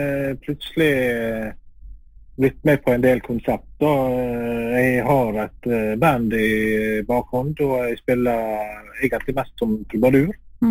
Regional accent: Valderøya, Møre og Romsdal, Norway; now in Langevågen, Norway; Jeg er sunnmøring. Fett og oppvost på Valderøya. Han bor i Langevågen, rett utenfor Ålesund nå.

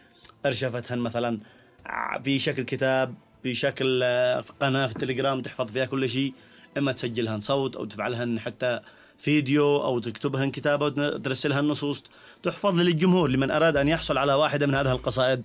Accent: Yemen; احنا في اليمن تقريبا بلد زاخر بالشعراء

